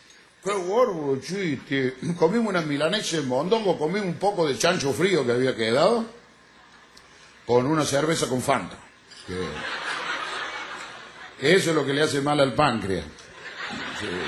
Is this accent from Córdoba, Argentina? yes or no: yes; Cruz del Eje, Córdoba, Argentina; que soy de la República Argentina, de Córdoba exactamente, de la ciudad de Cruz del Eje.